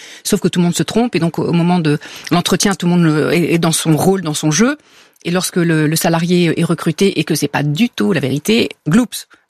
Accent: France; je précise que je suis française et que je fais une écriture étrangère.

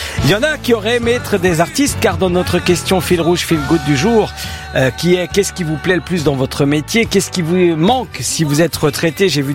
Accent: Spain; Température, oui, je suis espagnol, en dessous de 20 degrés, c'est formidable.

